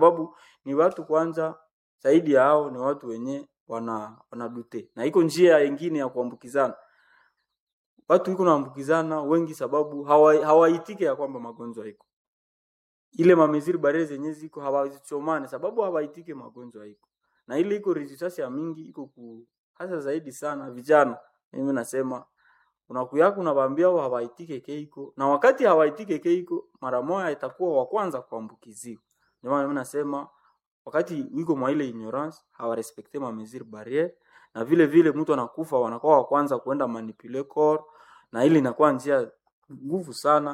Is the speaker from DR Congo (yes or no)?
yes; DR Congo; Niko jeune, mimi natokea katika RD Sante ya Wanamahika.